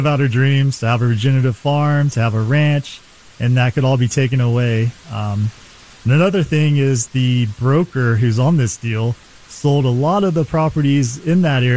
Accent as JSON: {"language": "English", "country": "United States", "tie": "born or raised there", "said": "I grew up in Fayette County"}